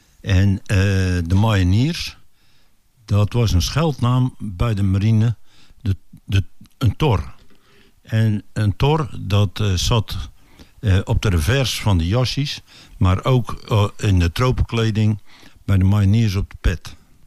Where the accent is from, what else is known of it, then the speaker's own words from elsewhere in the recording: Lisse, South Holland, Netherlands; In Lisse. Waar ik geboren ben, daar woon ik nog.